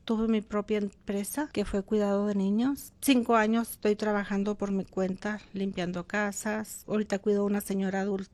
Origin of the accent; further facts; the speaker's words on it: Namiquipa, Chihuahua, Mexico; Soy del estado de Chihuahua, pero nací en el municipio de Santa Clara, Namiquepa.